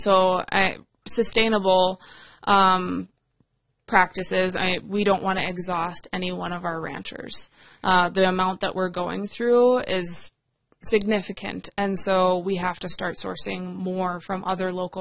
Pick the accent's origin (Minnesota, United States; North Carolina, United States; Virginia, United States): Minnesota, United States; White Earth Reservation; I grew up on the White Earth Reservation, and so I have a preference.